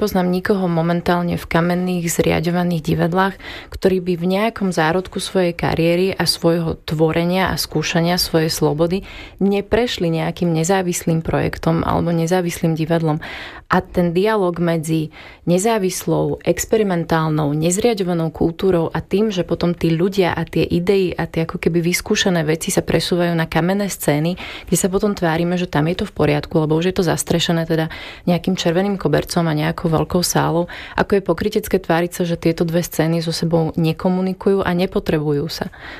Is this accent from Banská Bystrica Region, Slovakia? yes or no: yes; Detva, Banská Bystrica Region, Slovakia; sama som z detvy, z malého mesta a zrovna tento víkend som túto debatu viedla s rodičmi a so susedmi